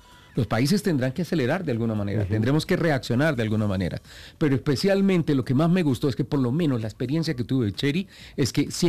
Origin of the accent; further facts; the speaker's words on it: Colombia; Yo soy colombiano.